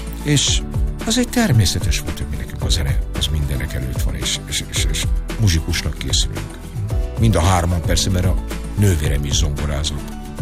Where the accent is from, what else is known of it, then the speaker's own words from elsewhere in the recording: Szolnok, Jász-Nagykun-Szolnok, Hungary; born there; Onnan jöttek, és én Szolnokon születtem már 1961-ben.